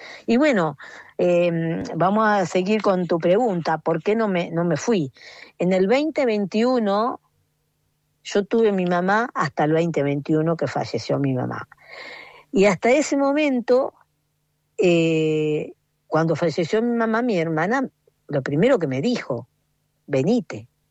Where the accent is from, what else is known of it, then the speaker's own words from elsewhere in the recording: Argentina; siento que nosotros como latinos, no sé si todos los latinos, pero los argentinos más que todos, tenemos algo muy especial.